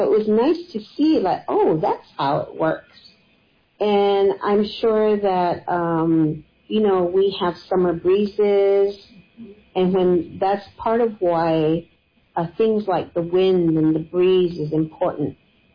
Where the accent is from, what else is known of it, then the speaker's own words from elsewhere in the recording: Arizona, United States; we're from the Hopi community, and our tribal community, many families plant cornfields.